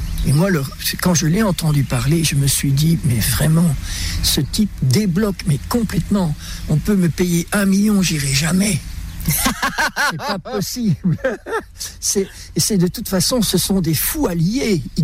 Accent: Kinshasa, DR Congo; born there; Donc, je suis né à Kinshasa, au Congo. Et j'ai été baptisé par un missionnaire quand j'avais 3 jours.

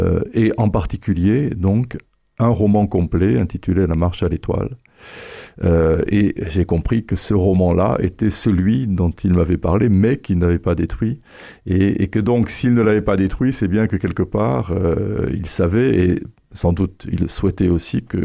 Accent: Guéret, Nouvelle-Aquitaine, France; était donc dans le bureau de mon père à Talence, dans la banlieue de Bordelaise, après avoir été dans mon enfance à Guéret, donc dans l'appartement que mes parents occupaient

